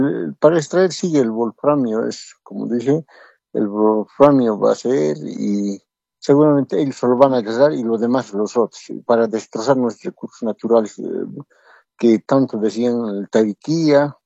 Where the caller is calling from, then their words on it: Cochabamba, Bolivia; Le hablo de Cochabamba